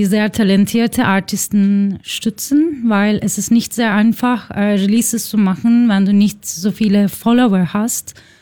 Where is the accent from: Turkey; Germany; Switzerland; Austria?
Turkey; Istanbul; German is a second language; now in Spain; Ich bin aus Istanbul, aber ich wohne jetzt in Spanien, deshalb ich kann nicht mehr sehr gut Deutsch reden.